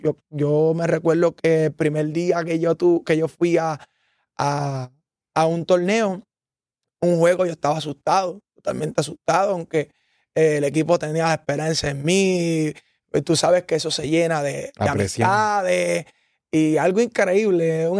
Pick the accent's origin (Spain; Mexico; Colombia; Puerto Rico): Puerto Rico; Ponce; yo soy de Ponce, pero mi equipo antes era los Capitanes de Arecibo.